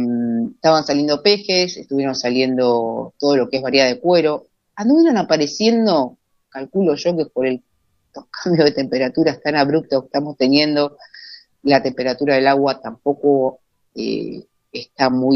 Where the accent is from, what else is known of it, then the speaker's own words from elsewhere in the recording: Buenos Aires, Argentina; Soy de Cava, Capital Federal, y quería consultarles dónde me recomiendan ir